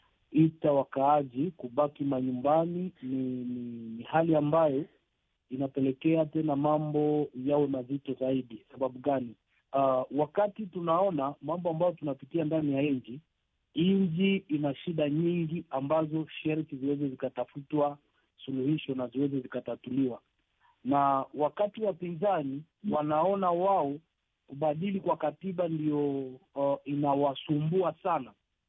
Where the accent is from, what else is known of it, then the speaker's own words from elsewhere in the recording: DR Congo; Kwangu mimi kama mkongomani